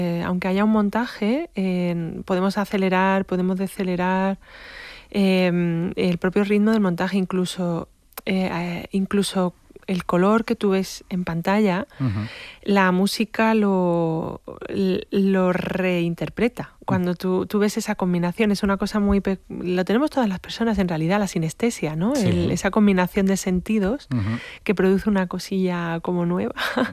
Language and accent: Spanish; Málaga, Andalusia, Spain; Pues soy malagueña y he veraneado en Málaga, pero bueno, también en el pueblo, en Campillos, que era mi pueblo paterno